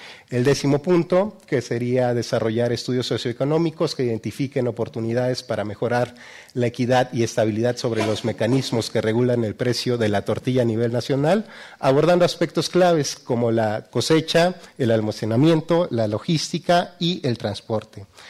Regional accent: Mexico; lo que conocemos ya como mexicanos de generación en generación

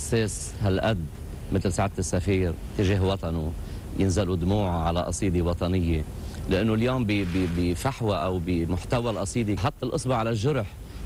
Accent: Lebanon; ونحن بنشد عايده كلبنانيين انه نوصل لهالمرحلة بلبنان

